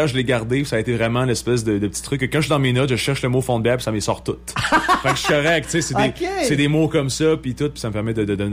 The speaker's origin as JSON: {"language": "French", "town": "La Malbaie", "region": "Quebec", "country": "Canada"}